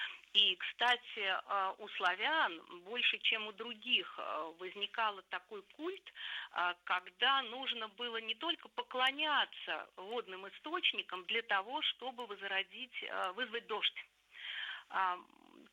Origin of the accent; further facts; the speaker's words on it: Moscow, Russia; я москвичка